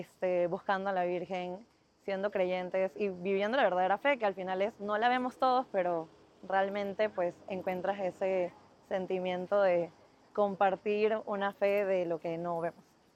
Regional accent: Ecuador; now in Panama; soy ecuatoriana, vivo en Panamá, tengo 26 años y esta es mi primera vez en Medjugorje.

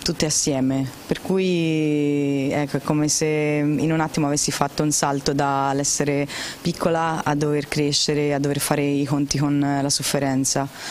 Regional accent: Tuscany, Italy; born or raised there

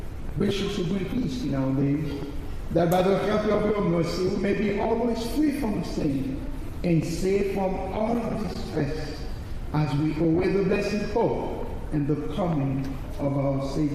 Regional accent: New York, United States; He's from New York and I was raised in New York.

